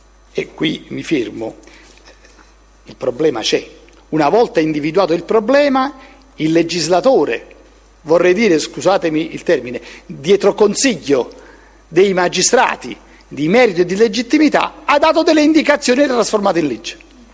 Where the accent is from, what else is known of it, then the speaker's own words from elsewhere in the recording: Naples, Campania, Italy; Io sono napoletano, ho lavorato quasi tutta la mia vita a Napoli